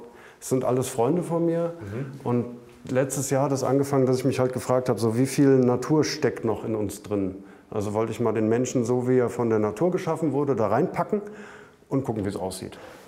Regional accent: Runkel, Hesse, Germany; Ja, also jetzt nicht hier um Laurenburg rum, sondern da, wo ich herkomme, bei Runkel an der Lahn.

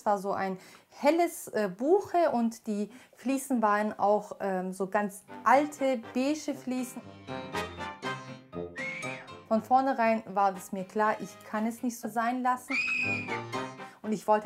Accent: Germany; wir sind Deutsche, die Migrationshintergrund haben.

